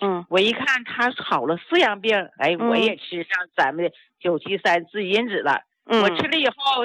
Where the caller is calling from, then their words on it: Heilongjiang, China; 我是黑龙江的